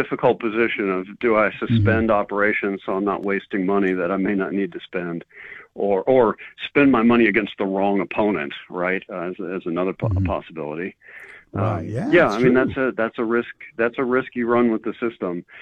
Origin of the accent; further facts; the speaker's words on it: Louisiana, United States; I was sad when my home state of Louisiana half got rid of it.